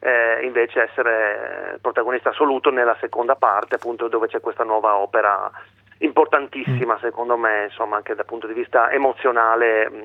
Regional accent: Udine, Friuli-Venezia Giulia, Italy; io sono di Udine Nord.

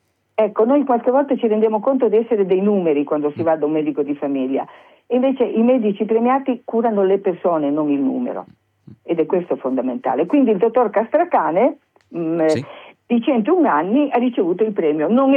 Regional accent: Vrsar, Istria County, Croatia; Io per esempio, che vengo da Orsera, ho avuto due cuginette morte piccolissime

